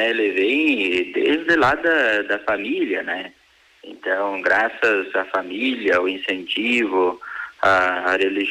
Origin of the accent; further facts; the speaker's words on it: Marau, Rio Grande do Sul, Brazil; born there; ali na comunidade de Santo Agostinho, onde eu nasci aqui em Marau, né, foi ali que eu dei os meus primeiros passos na fé cristã